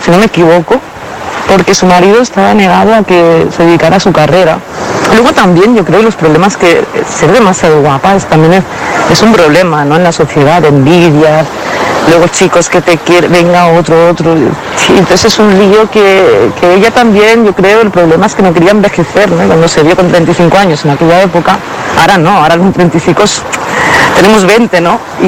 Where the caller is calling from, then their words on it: Sitges, Catalonia, Spain; Hola, buenas noches, fareros, fareras. … de Sitges.